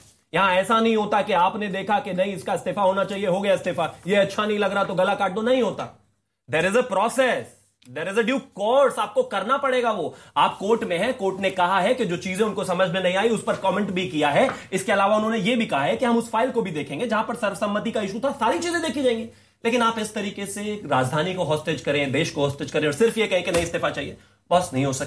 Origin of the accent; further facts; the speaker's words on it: Uttar Pradesh, India; now in Delhi, India; मैं यूपी से यहां आया